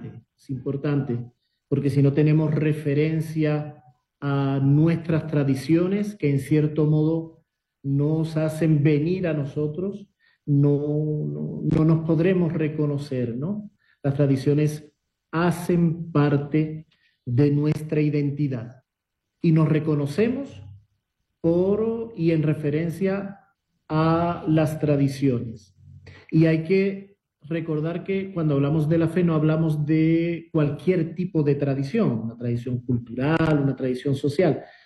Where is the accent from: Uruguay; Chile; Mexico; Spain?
Spain; Cádiz, Andalusia; born there; yo nací en Costa, nací en Costa, en Cádiz, es Costa, da la costa atlántica, mar abierto